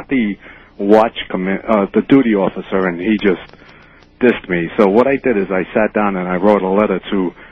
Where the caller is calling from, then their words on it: New York City, New York, United States; I'm calling from New York City.